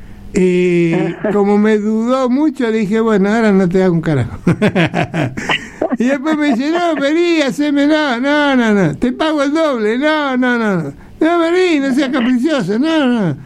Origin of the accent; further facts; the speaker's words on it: Buenos Aires, Argentina; born there; moved away as an adult; now in La Ferrere, Argentina; Yo nací en Capital y estaba acostumbrado. Ahora, por vivir en La Ferrere 40 años, no puedo subir a un colectivo que me mareo.